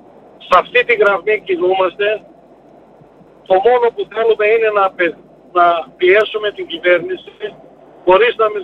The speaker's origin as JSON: {"language": "Greek", "town": "Serres", "region": "Central Macedonia", "country": "Greece", "said": "Είμαι από τις Σέρες, ένα νομό ο οποίος έχει πολλά τριφύλια, είχε και μεγάλη κτηνοτροφία"}